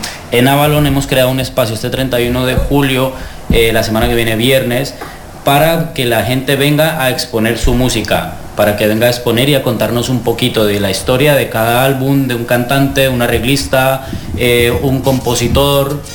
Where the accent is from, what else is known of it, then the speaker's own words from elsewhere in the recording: Cali, Valle del Cauca, Colombia; Nací en Cali, soy del barrio República Israel, que me crié allí, uh-huh. Un barrio muy salsero.